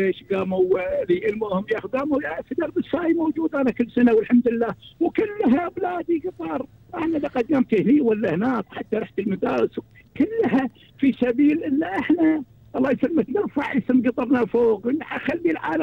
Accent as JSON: {"language": "Arabic", "country": "Qatar", "tie": "born there", "said": "انا ما انسى قريتي قريه مغيخ"}